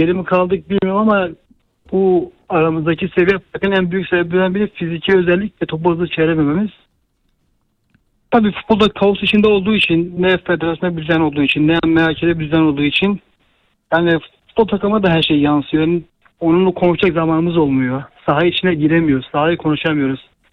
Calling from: Istanbul, Turkey; İstanbul'dan arıyorum. 38 yaşındayım.

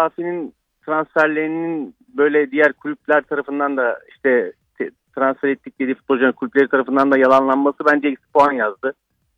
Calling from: Istanbul, Turkey; ben İstanbul'dan.

